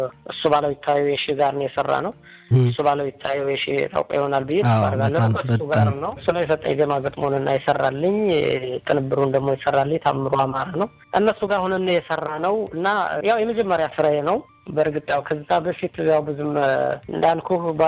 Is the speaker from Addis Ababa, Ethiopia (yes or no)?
no; Amhara, Ethiopia; also born or lived in Gondar; በእርግጥ የተወለድኩት ወደ ጎጃም አካባቢ ነው እና እዛም በነበርኩበት ጊዜም ያው ምንም አይነት ልምዱ ባይኖረኝም የሙዚቃ ግን ተፈጥሮ እንደዚህ ሰርግም ሲሆን ምንም ሲሆን ይሞክር ነበር፣